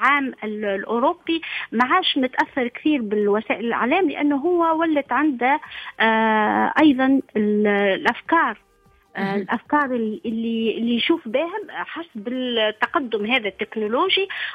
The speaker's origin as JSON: {"language": "Arabic", "country": "Tunisia", "moved": "yes", "lives_now": "France", "said": "انا كنت في تونس تشبعت بهذيك الثقافة"}